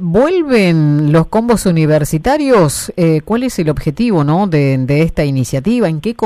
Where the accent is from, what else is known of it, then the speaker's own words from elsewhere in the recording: Garupá, Misiones, Argentina; Vos sabés que me voy para mi pueblo, en realidad, sí. ¿No? Me voy para Garupa.